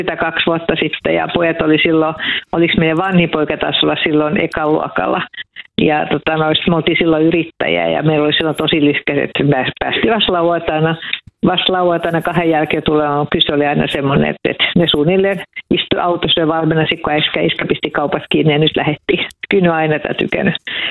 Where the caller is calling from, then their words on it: Vihti, Uusimaa, Finland; Joo, me ollaan Vihdistä ja meillä on mökki täällä Korppossa